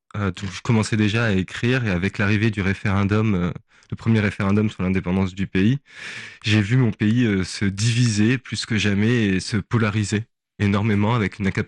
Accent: Nouméa, New Caledonia; en grandissant en Calédonie

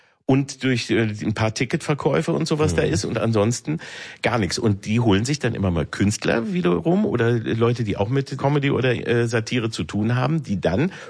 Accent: Peine, Lower Saxony, Germany; ich bin in Peine aufgewachsen

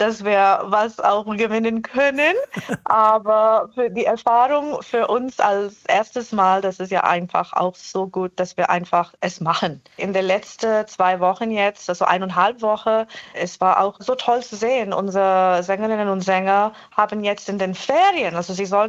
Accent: India; now in Ulm, Germany; Ich komme aus Indien selber

